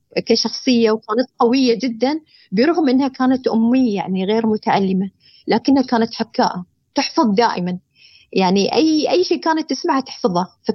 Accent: United Arab Emirates; أنت لما تدخل في سوق العمل يعني خاصة أنا أتكلم عن بلدي الإمارات

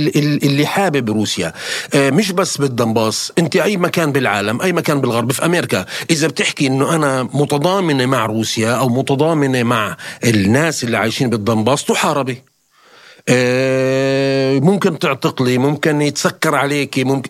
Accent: Palestine; انا كفلسطيني برضو عشت حروب وبرضو تحت الاحتلال

